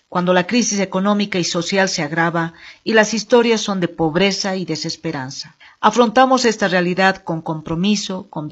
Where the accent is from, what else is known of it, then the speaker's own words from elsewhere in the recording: Bolivia; nuestro contexto de Bolivia